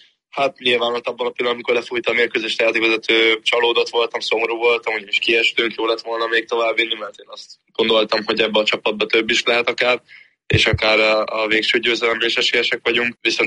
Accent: Hungary; Természetesen nagyon fontos a hazám. Szeretem Magyarországot, ott nevelkedtem, úgyhogy minden szál oda fűz.

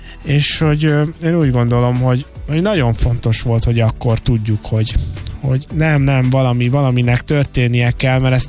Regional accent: Hungary; now in Budapest, Hungary; Tényleg én mondhatom azt, hogy Pestre egy úgymond vidékiként érkeztem, és azért azt tudni kell, hogy ez egy ilyen íratlan szabály, hogy azért vidéken nem olyan magas a zenei képzés, mint Budapesten

